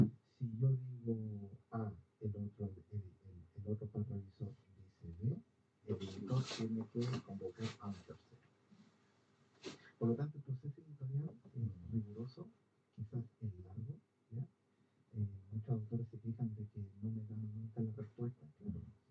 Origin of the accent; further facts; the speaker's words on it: Chile; si yo vengo de Chile